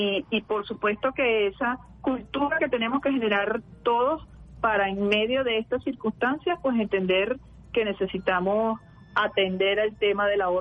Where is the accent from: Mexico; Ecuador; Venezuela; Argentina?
Venezuela; nosotros como venezolanas y venezolanos